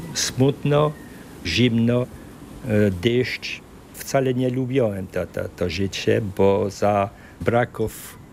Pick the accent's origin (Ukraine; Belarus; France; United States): France; Hauts-de-France; born there; Polish is a second language; Urodziłem się w północy Francji, niedaleko Lens.